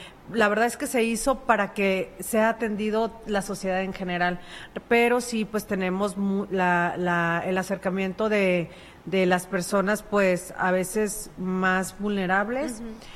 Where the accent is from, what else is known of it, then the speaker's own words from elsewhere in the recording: Mexico; de nosotros como mexicanos, como sociedad